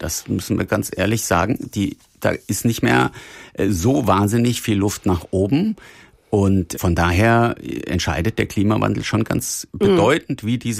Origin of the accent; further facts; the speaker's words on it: Hesse, Germany; Also ich komme selber aus dem Taunus